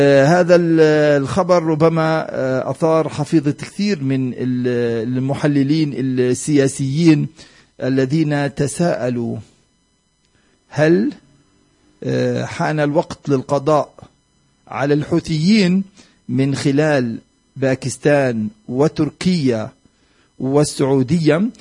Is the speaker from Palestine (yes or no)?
yes; Palestine; بنا كفلسطينيين